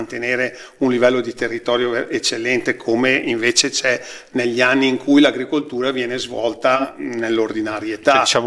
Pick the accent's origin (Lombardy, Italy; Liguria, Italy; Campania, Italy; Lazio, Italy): Lombardy, Italy; Trigolo; Io vengo da Trigolo, zona dove comunque l'irrigazione antica a scorrimento è quella più famosa.